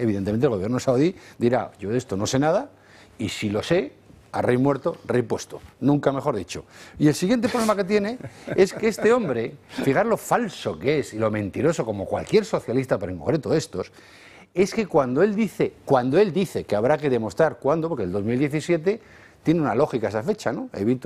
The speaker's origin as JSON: {"language": "Spanish", "country": "Spain", "said": "pero a no pensar que somos gilipollas los españoles, también tenemos ese derecho."}